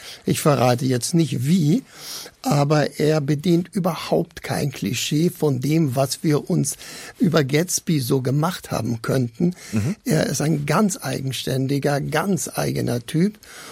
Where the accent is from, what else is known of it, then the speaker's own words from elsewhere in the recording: Southern Germany, Germany; Ich bin in Süddeutschland groß geworden.